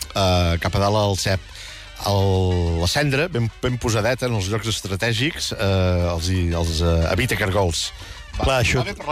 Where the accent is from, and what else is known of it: Catalonia, Spain